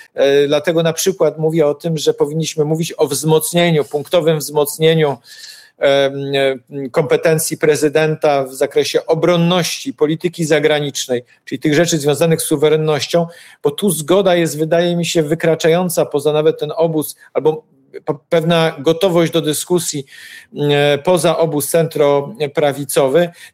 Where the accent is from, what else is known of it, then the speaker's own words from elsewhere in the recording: Poznań, Greater Poland Voivodeship, Poland; Jestem poznaniakiem, wielkopolaninem.